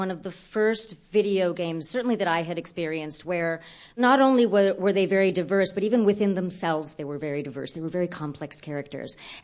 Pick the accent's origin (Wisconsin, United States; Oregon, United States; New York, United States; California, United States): California, United States; Orange County; when I grew up in Orange County